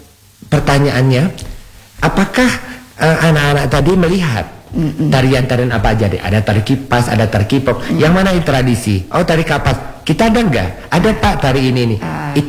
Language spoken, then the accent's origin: Indonesian; Aceh, Indonesia; kita Gayo itu harus bangga dengan identitas kita.